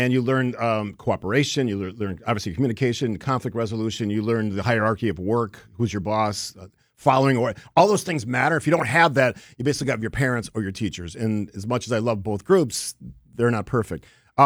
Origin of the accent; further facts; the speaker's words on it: Cudahy, Wisconsin, United States; So I grew up in Cudahy, and it's on the lake.